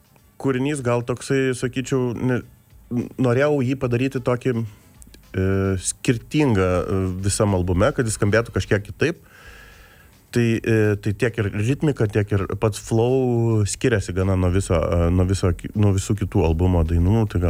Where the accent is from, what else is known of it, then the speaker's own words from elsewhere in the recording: Mažeikiai, Telšiai County, Lithuania; moved away; also born or lived in Šiauliai / Klaipėda / Vilnius; pabuvęs pagyvenęs ten ir Šiauliuose kažkiek ir Klaipėdai, ir Vilniui, ir pats esu iš Mažeikių apskritai, tai per visą Lietuvą visur kažką daręs ir pakankamai ilgą laiką, žinai, kaip pagalvoju, 40 metų ir pačiam